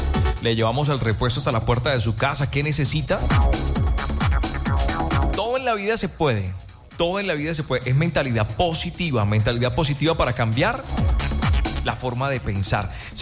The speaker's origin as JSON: {"language": "Spanish", "town": "Cúcuta", "region": "Norte de Santander", "country": "Colombia"}